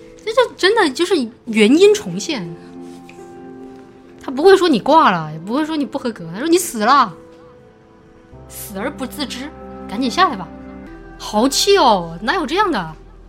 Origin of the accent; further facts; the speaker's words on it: China; 我们中国人嘛，你知道的，就讲究一个来都来了。